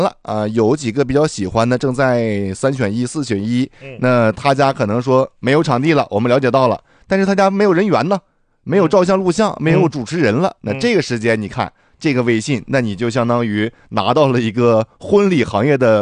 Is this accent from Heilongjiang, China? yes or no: yes; Daqing, Heilongjiang, China; 我算大庆呗。